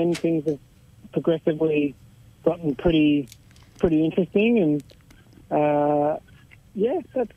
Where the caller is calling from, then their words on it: Victoria, Australia; I'm calling in from Victoria, sunny Victoria, mate.